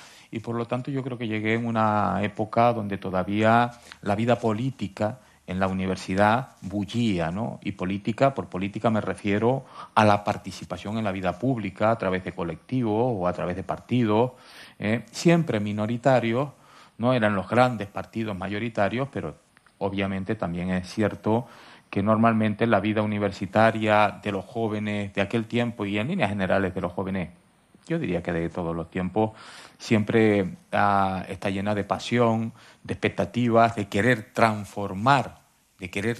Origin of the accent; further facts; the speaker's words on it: La Palma, Canary Islands, Spain; moved away as an adult; now in Tenerife, Spain; yo nací en La Palma, ¿no? Y soy de La Palma. Y La Palma, en aquella época en que yo nací, que fue en el año 65, yo tengo 54 años ahora, era una isla